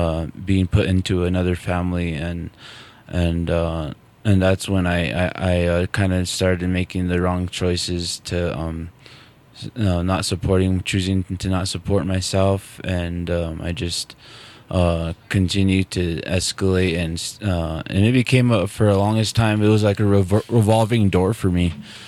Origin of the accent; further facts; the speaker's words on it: Taos Pueblo, New Mexico, United States; I'm from Taos Pueblo.